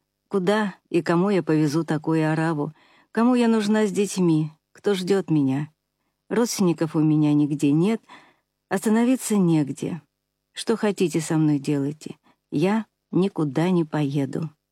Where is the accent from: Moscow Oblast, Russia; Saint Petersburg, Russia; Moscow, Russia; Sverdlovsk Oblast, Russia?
Saint Petersburg, Russia; Я родилась в Ленинграде, и когда началась война, мне шел 5-й год.